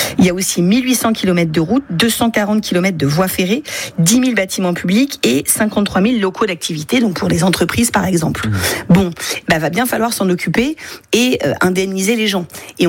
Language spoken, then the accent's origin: French; Hénin-Beaumont, Hauts-de-France, France; moved away; moi, je viens du bassin minier du Pas-de-Calais. Je me rappelle à Hénin-Beaumont, en CM2